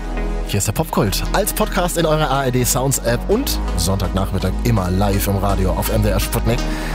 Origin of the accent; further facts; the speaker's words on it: Berlin, Germany; born there; ich als geborener Berliner